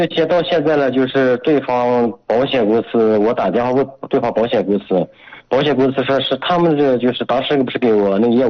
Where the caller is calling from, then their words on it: Ordos, Inner Mongolia, China; 鄂尔多斯，内蒙。